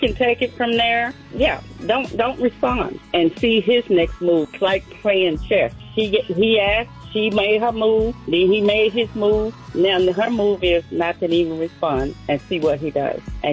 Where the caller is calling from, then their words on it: McDonough, Georgia, United States; I'm checking in from McDonough, Georgia.